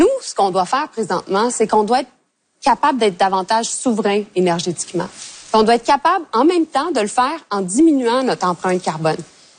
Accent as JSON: {"language": "French", "town": "Montreal", "region": "Quebec", "country": "Canada", "said": "Moi, je suis montréalaise, là. Donc, c'est sûr, j'ai un parti pris."}